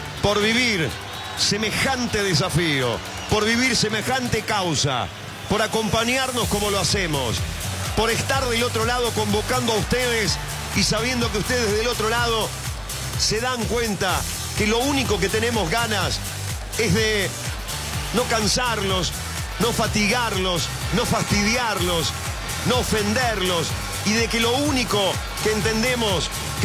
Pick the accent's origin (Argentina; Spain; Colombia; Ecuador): Argentina; Soy argentino, amigos, y armenio a la vez.